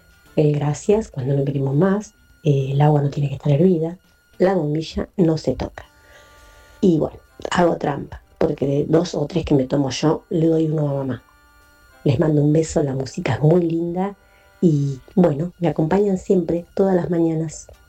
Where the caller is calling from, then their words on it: Dolores, Buenos Aires Province, Argentina; de Dolores, provincia de Buenos Aires.